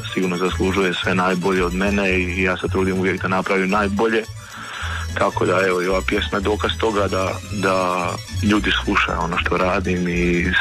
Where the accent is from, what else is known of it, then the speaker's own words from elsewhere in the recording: Slavonia, Croatia; a čak ćemo mi drugo pjevati Slavonci nego o Slavoniji, kao što Dalmatinci pjeva o svojoj Dalmaciji, tako i mi